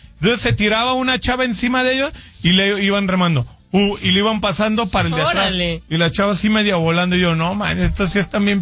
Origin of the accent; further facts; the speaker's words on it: Oaxaca, Mexico; soy oaxaqueño 100%.